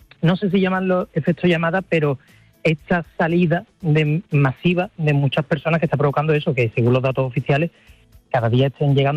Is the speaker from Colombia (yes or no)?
no; Seville, Andalusia, Spain; yo no soy de Ceuta y yo soy de Sevilla y a mí el tema de la humedad me ha sorprendido